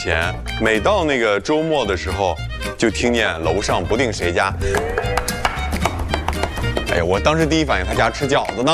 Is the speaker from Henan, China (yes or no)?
yes; Henan, China; 我想用咱们的河南老家的西瓜酱呀